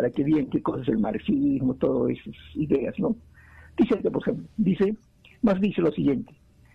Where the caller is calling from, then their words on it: Juliaca, Puno, Peru; de Juliaca.